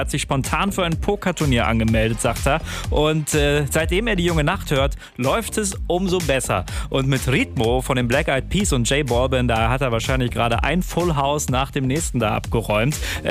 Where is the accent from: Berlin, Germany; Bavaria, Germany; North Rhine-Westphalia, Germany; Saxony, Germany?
North Rhine-Westphalia, Germany; Bielefeld; Da gab es auch immer einen Edward aus meiner Heimatstadt Bielefeld.